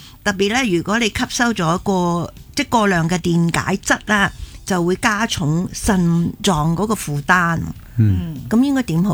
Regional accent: South China, China; 我系南方人

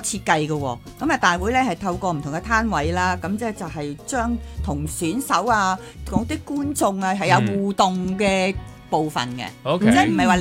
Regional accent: Hong Kong

